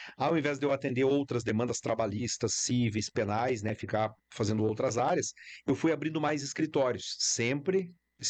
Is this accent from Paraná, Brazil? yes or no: yes; Clevelândia, Paraná, Brazil; born there; moved away; also born or lived in Santa Maria, Rio Grande do Sul; eu nasci em Clevelândia, que é no sudoeste do Paraná, uma cidade pequena que fica perto de Pato Branco, no sudoeste do Paraná. Eu sou filho de um caminhoneiro e de uma costureira que virou professora